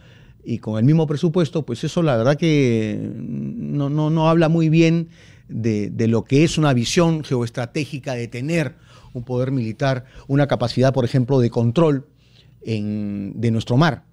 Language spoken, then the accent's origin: Spanish; Peru